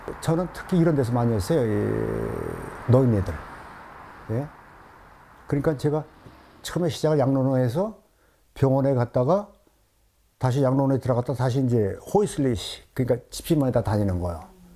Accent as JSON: {"language": "Korean", "country": "South Korea", "lives_now": "Germany", "said": "그럼 난 항상 그래, 난 한국 사람이다. 저는 어쩔 수 없이 독일 여권을 갖게 됐었어요."}